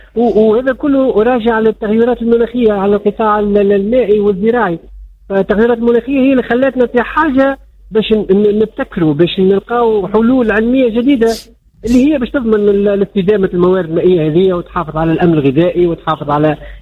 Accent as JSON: {"language": "Arabic", "country": "Tunisia", "said": "المساهمة متاعنا كتونسيين"}